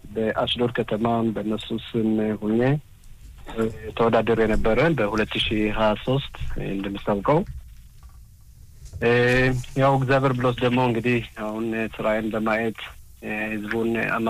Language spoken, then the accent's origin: Amharic; Gush Katif, Gaza Strip, Palestine; ያው ኦትማ ይሁዲት እኔ ያደኩት ከጉሽ ካቲፍ